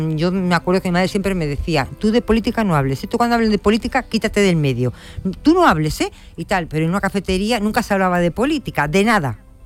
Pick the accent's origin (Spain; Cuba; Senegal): Spain; Bilbao, Basque Country; Yo, como vasca que soy, de Bilbao